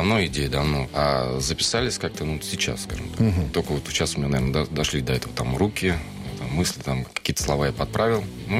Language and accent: Russian; Ryazan, Ryazan Oblast, Russia; now in Moscow, Russia; Хотя я сам родом из Рязани, да. Ну, живу уже лет 15 раз. Живу, уже работаю здесь, в Москве.